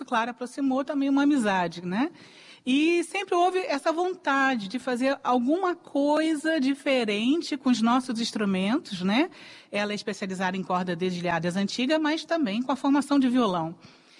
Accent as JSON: {"language": "Portuguese", "town": "Niterói", "region": "Rio de Janeiro", "country": "Brazil", "said": "a Rose é de São Paulo, eu sou de Niterói, temos aí uma diferença geográfica grande"}